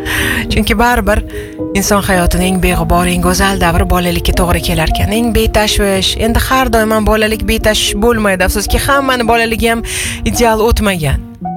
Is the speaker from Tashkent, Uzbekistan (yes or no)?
yes; Tashkent, Uzbekistan; o'sha mahalladan meni bolaligim o'tgan, eng baxtli, eng go'zal bolalik o'sha mahallada o'tgan.